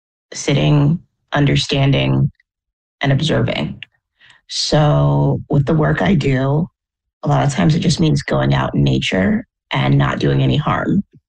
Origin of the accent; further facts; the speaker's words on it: Omaha, Nebraska, United States; So I'm from Omaha, Nebraska.